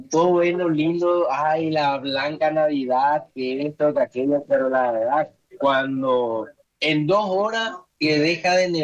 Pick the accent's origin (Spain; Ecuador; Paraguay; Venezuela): Paraguay; now in New York, United States; un orgullo para nosotros como paraguayos representar.